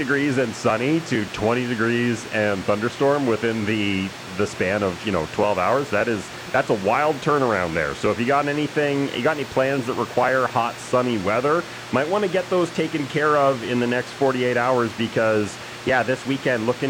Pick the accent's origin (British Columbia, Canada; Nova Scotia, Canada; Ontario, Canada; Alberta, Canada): British Columbia, Canada; moved away; I'm from the Lower Mainland.